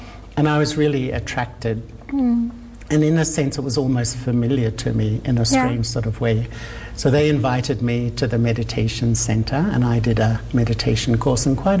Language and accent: English; Melbourne, Victoria, Australia; I'm from Melbourne. I grew up in Australia.